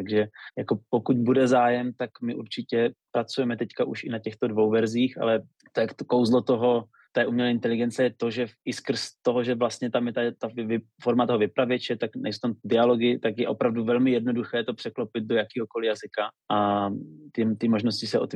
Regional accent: Lipník nad Bečvou, Olomouc Region, Czechia

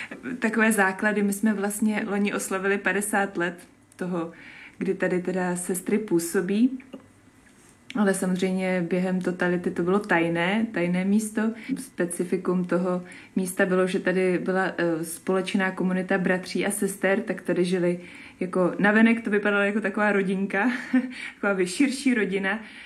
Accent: South Moravian Region, Czechia; pocházím od Brna, teď jsem zase v komunitě znova zpátky v Brně, teď poslední druhým rokem

